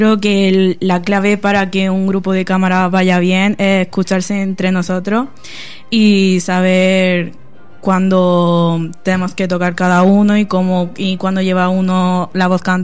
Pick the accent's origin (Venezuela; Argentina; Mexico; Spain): Spain; Mula, Region of Murcia; soy de Mula y estoy en segundo bachiller.